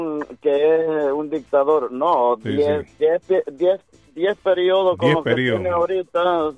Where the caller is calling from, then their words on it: El Salvador; yo soy un salvadoreño.